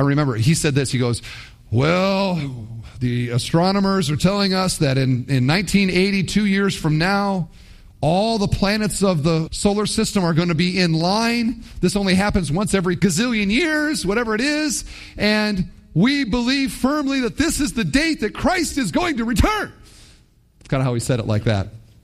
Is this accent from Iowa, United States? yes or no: yes; Iowa, United States; When I say I'm from Iowa, I will often hear, "Oh, did you grow up on a farm?"